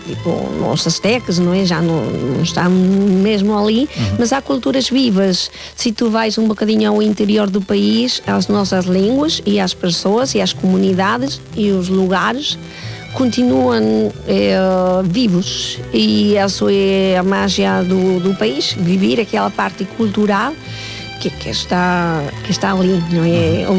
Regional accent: Mexico; Portuguese is a second language; moved away as an adult; now in Porto, Portugal; Claro que sou mexicana e como muita comida mexicana

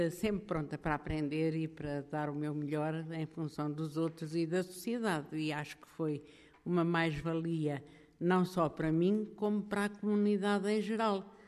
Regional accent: Almeida, Centro, Portugal; now in Fundão, Portugal; Sou natural do Conselho de Almeida, da Freguesia de Miuzela do Coa. E estou no Fundão há 51 anos.

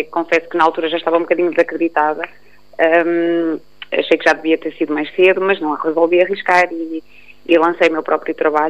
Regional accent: Minho, Portugal; Eu sou minhota

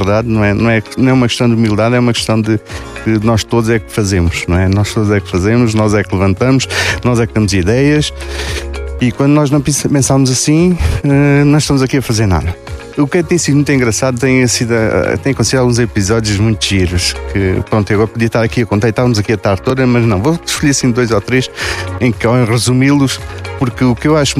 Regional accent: Portalegre, Alentejo, Portugal; eu também sou da Penha.

